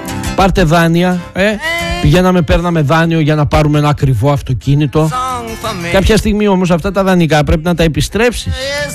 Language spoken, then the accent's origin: Greek; Greece; Δεν αποδεικνύουμε και ότι είμαστε Έλληνες